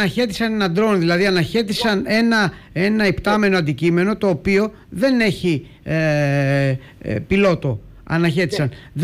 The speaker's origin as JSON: {"language": "Greek", "area": "Ikaria", "region": "North Aegean", "country": "Greece", "said": "Εγώ είμαι από την Ικαρία"}